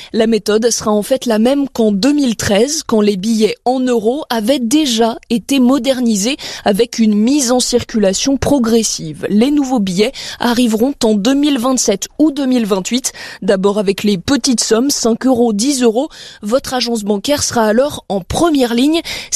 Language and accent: French; France; Mais chez nous, en France